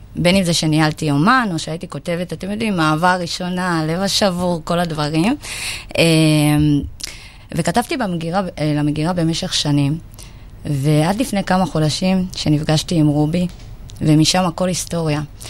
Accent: Migdal HaEmek, Northern District, Israel; now in Afula, Israel; אני במקור ממגדל העמק. כרגע אני גרה באפולה, והגעתי משם

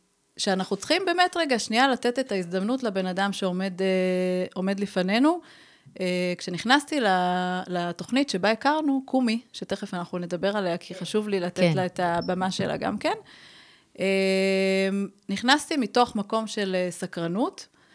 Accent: Beersheba, Southern District, Israel; ההורים שלי עלו שניהם מאיראן, אני גדלתי בבאר שבע

